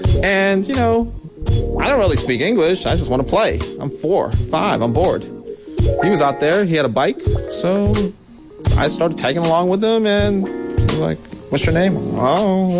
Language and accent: English; Maryland, United States; Because I grew up in Maryland.